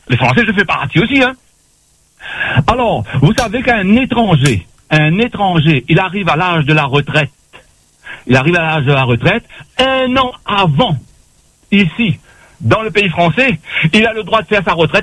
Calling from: France; Sauf chez nous, en France.

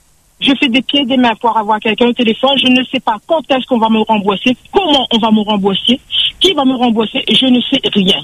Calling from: Sainte-Marie, Réunion; Je suis de Sainte-Marie.

